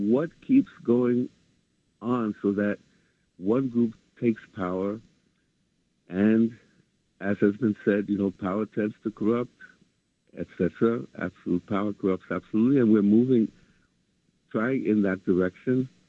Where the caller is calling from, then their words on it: New York City, New York, United States; I'm calling from up west side.